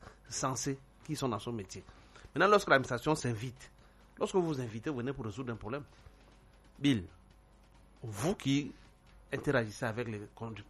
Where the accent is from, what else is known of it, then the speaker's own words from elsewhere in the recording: Cameroon; Chez nous, au Cameroun, il y a un endroit où on attend le taxi.